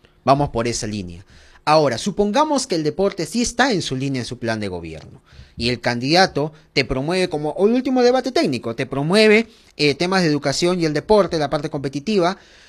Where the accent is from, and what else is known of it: Peru